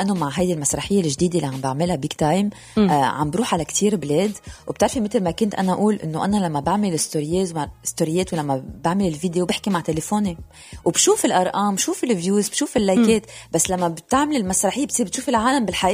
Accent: France; طبعا دم لبناني كل شيء فيه لبناني وبعدين رغم أنه أنا كبرت بفرنسا ماما ربتنا على اللبنانية

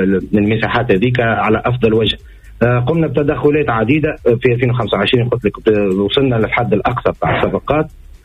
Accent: Tunisia; وانا مواطن تونسي راني زادة معناتها احنا ننصف بلاصة وما يتعاود

